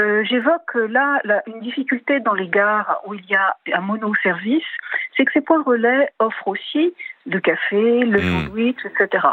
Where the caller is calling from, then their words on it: Paris, Île-de-France, France; Eh ben moi, je suis là à Paris, mais je circule beaucoup sur l'axe Rhône-Alpes.